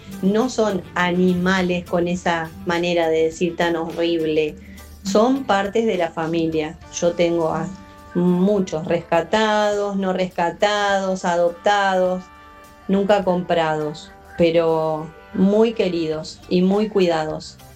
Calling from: Moreno, Buenos Aires Province, Argentina; de Moreno, la peluquera más linda de toda la zona oeste.

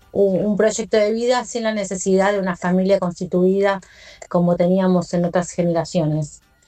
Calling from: Lomas de Zamora, Buenos Aires Province, Argentina; de Lavallol, Lomas de Zamora

